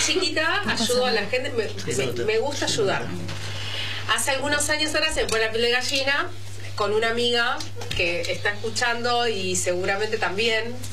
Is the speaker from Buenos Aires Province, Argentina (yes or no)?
yes; Quilmes, Buenos Aires Province, Argentina; now in Caballito, Buenos Aires, Argentina; Soy quilmeña. Actualmente no vivo en Quilmes. Me mudé a Caballito. Pero mi madre vive en Quilmes.